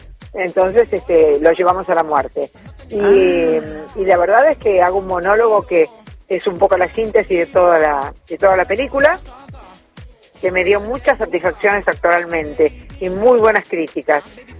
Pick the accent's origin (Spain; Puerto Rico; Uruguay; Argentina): Argentina; now in Buenos Aires, Argentina; Como buenos argentinos que somos, yo soy muy pasional, igual que todos los argentinos, muy visceral.